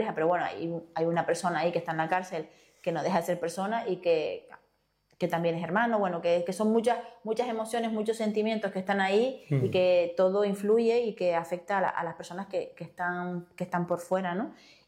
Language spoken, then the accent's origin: Spanish; Fuerteventura, Canary Islands, Spain; Y que igual nosotros como majoreros tendremos que mirar